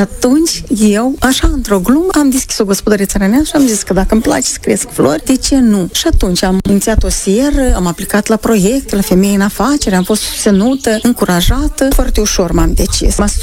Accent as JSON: {"language": "Romanian", "country": "Moldova"}